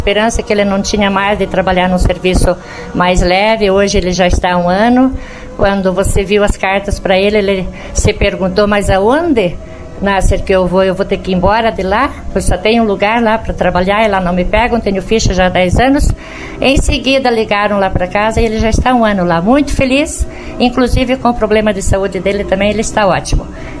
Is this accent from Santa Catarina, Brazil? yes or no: yes; Bateias de Baixo, Santa Catarina, Brazil; Eu vim de Santa Catarina.